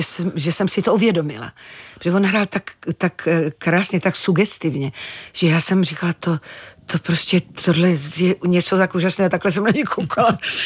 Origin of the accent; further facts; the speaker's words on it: Moravian Wallachia, Czechia; jsem hrdej Valach